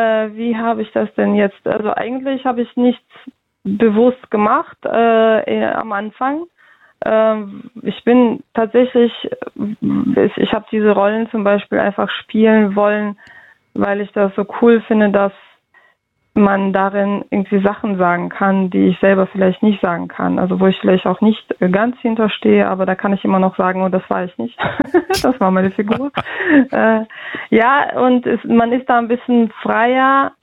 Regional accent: Russia; now in Germany

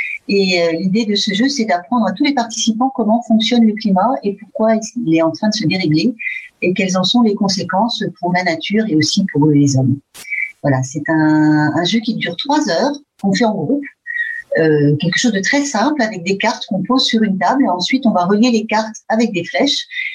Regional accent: France; moved away as an adult; now in Frankfurt am Main, Germany; je suis française et je vis à Francfort-sur-le-Main depuis 8 à 9 ans. Voilà. Je me suis installée parce que mon mari travaille à Francfort.

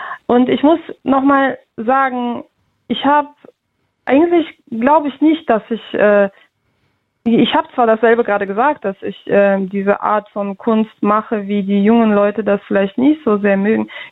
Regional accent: Russia; now in Germany; wenn ich sage, ja, ich komme aus Russland, das ist denen egal, woher ich komme.

